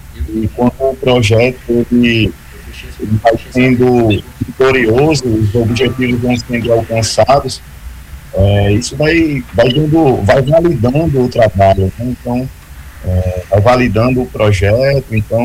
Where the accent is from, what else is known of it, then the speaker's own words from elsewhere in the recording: Natal, Rio Grande do Norte, Brazil; moved away as an adult; now in Uberlândia, Brazil; eu sou natural de Natal, né, e já estou no futebol tem alguns anos, e aqui no futebol mineiro já estou há 6 anos